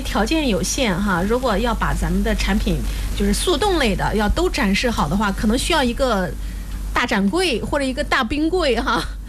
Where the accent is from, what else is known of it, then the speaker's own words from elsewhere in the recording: Linyi, Shandong, China; moved away; 你看我是临沂人